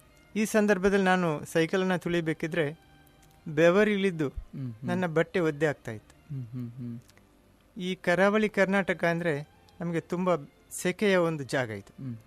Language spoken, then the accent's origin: Kannada; Ullal, Karnataka, India; Ullal ಕೋಡಿಯಲ್ಲಿ.